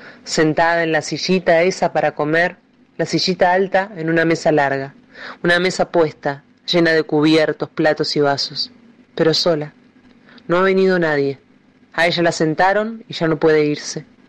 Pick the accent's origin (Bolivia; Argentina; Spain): Argentina; Luján, Buenos Aires Province; moved away as an adult; now in Neuquén, Argentina; soy oriunda de Luján, estoy aquí en Neuquén hace 2 meses.